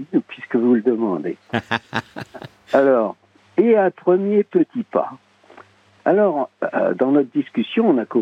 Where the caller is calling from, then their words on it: Lévis, Quebec, Canada; moi je suis à Lévis